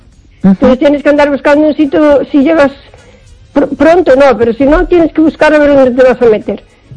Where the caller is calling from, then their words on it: O Carballiño, Galicia, Spain; de Carballiño.